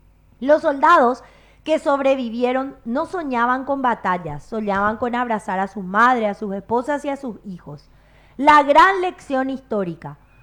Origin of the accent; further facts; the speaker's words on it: Paraguay; Y somos todos paraguayos.